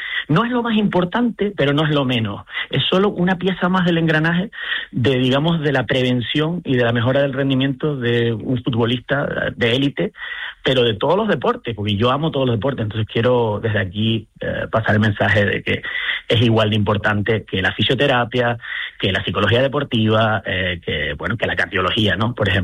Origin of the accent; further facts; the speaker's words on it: Canary Islands, Spain; Mira, como soy made in Canarias y orgulloso, ¿no?